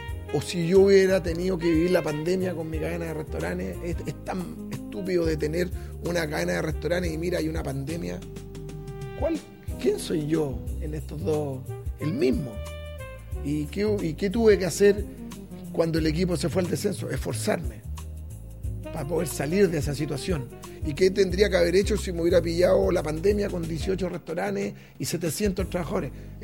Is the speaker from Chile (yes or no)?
yes; Chile; somos chilenos del Everton